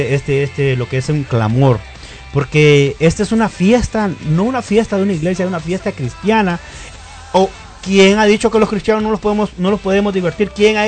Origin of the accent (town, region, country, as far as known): La Entrada, Copán, Honduras; now in Nashville, United States